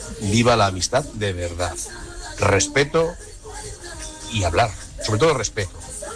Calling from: Castilla-La Mancha, Spain; más concretamente yo soy manchego

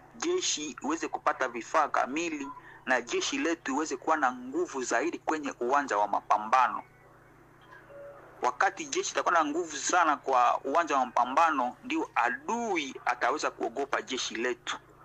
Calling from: Beni, North Kivu, DR Congo; natoka hapa jijini Beni, DRC Congo.

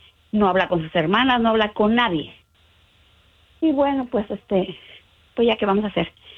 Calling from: Pátzcuaro, Michoacán, Mexico; Yo soy de Pátzcuaro.

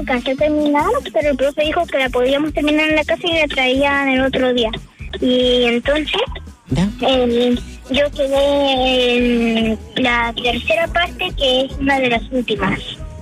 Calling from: Chile; soy de Chile.

